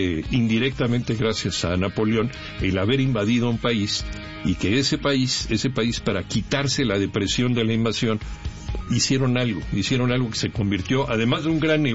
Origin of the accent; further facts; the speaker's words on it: Mexico; Finalmente gringo ya le llamamos por lo general en México